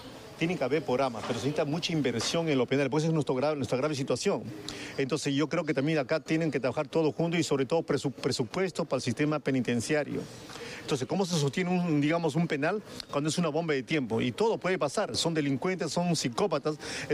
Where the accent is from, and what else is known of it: Peru